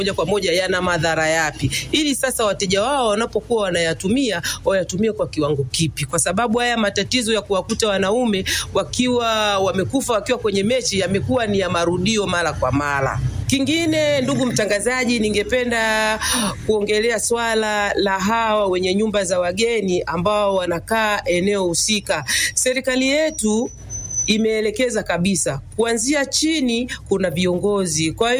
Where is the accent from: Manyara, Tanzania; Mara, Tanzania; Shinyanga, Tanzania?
Mara, Tanzania; Bunda; natoka kata ya Bunda mjini, mtaa wa Nyerere.